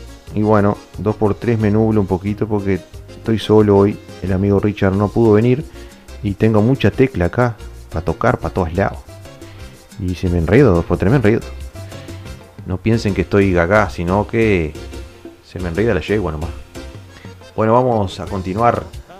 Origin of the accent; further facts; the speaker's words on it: Aiguá, Maldonado, Uruguay; born there; moved away; mi ciudad natal de Aiguá. Estuve esta semana por allá